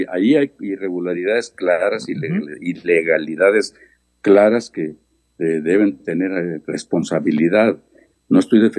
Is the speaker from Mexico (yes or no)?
yes; Mexico; a mí me da vergüenza como mexicano, sobre México